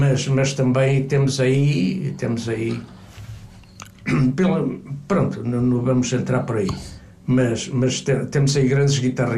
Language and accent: Portuguese; Vagos, Centro, Portugal; born there; moved away as an adult; also born or lived in Lisbon; eu sou de Vagos